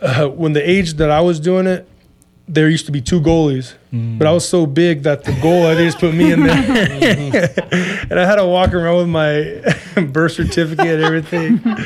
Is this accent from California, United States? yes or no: yes; California, United States; Born and raised on the Saboba Indian Reservation. I've been there my whole life, born and raised, like I said. Been playing basketball. I'm 35 years old